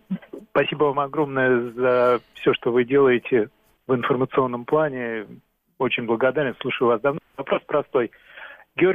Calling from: Moscow, Russia

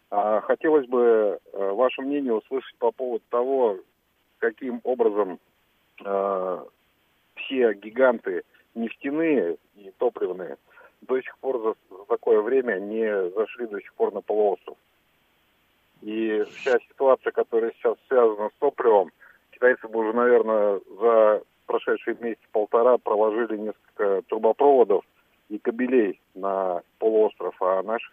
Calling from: Moscow Oblast, Russia; Из Подмосковья.

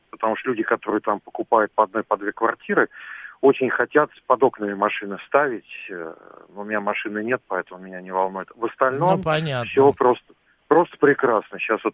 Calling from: Moscow, Russia

